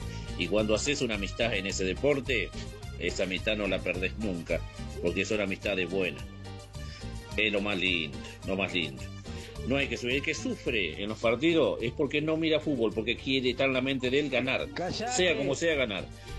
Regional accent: Argentina; porque soy argentino

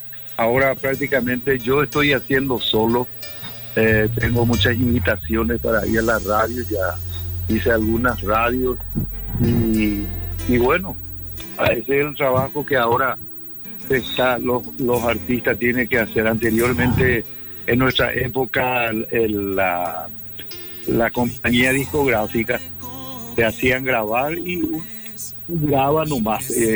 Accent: Paraguay; moved away; Taiwán, yo hace 40 años que salí de Paraguay. Estuve por Europa, después fuimos a Taiwán, nos quedamos 3 años por ahí y volvimos, viajamos por Arabia, volvimos otra vez a Suiza, y de Suiza volvimos acá en Paraguay

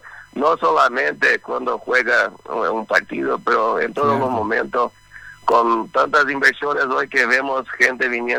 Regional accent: Paraguay; Por más que mis padres sean inmigrantes que entraron en 79, y yo nací aquí, me siento más paraguayo que cualquier otra cosa, ¿verdad? Nunca he vivido en otra parte, y no tengo la sangre guaraní corriendo en mis venas, pero mi corazón es paraguayo

